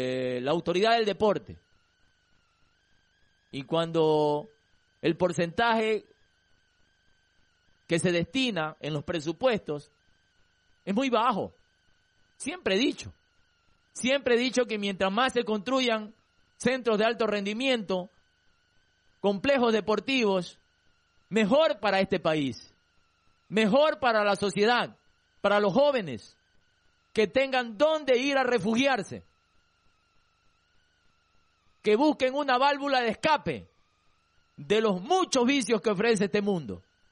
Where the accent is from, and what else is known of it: Ecuador